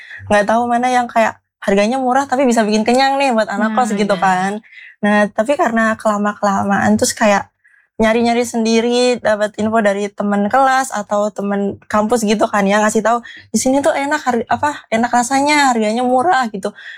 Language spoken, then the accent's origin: Indonesian; Klaten, Central Java, Indonesia; moved away as an adult; karena aku bukan orang sini ya. Aku tuh orang Klaten dan kuliah di sini.